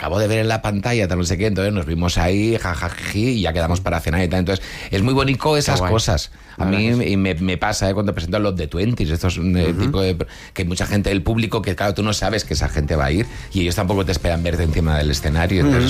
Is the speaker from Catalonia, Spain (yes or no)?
yes; Barcelona, Catalonia, Spain; moved away as an adult; now in Madrid, Spain; yo soy de Barcelona, me vine a Madrid con 18 años